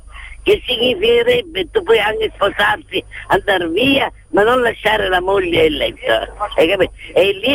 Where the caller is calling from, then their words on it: Naples, Campania, Italy; da Napoli